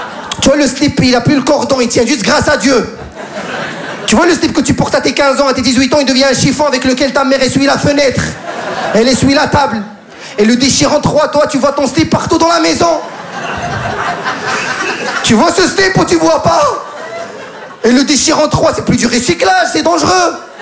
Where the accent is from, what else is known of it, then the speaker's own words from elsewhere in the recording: Casablanca, Casablanca-Settat, Morocco; Moi, je suis marocain. J'habite à Casa. Je suis habitué à la Royal Air Maroc.